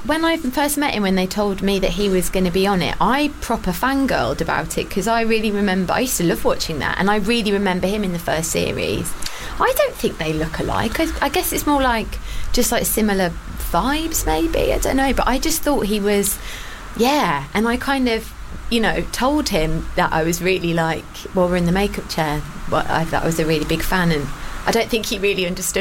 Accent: Midlands, United Kingdom; accent: slightly Midlands; And I'm British, and I've got a slightly Midlands accent

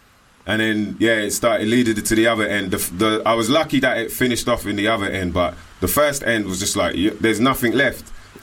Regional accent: France; accent: French; English is a second language; I pick up on my French accent, but they still don't understand me.

